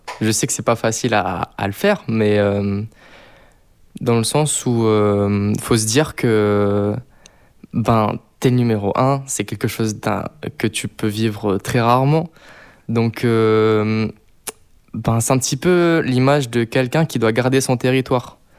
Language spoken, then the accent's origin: French; New Caledonia; Oui, forcément, on vient d'un petit pays, donc c'est pas le pays le plus connu.